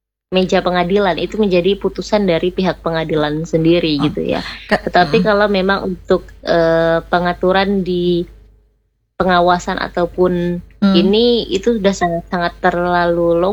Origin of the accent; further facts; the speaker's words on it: Manokwari, West Papua, Indonesia; Contohnya karena memang saya orang Manokwari ya kak, kemarin balik ke Manokwari